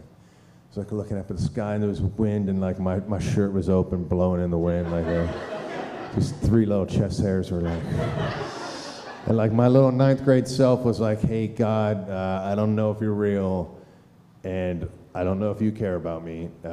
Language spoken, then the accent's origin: English; Philadelphia, Pennsylvania, United States; I grew up in Philadelphia.